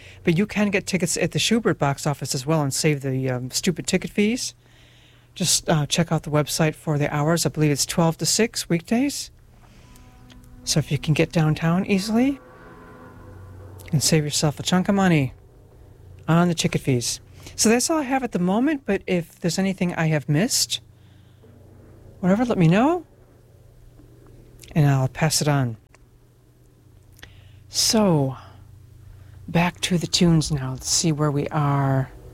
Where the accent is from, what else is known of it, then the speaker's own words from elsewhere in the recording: Michigan, United States; which of course really grabbed my eyes because I'm from Michigan, and when I first heard about Hell, Michigan, I thought it was a joke.